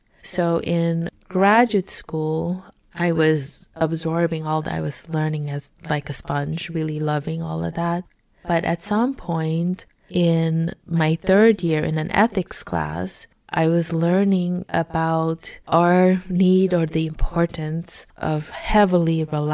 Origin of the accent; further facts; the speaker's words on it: Suriname; sounds that were very common growing up in Suriname and going to different ceremonies and things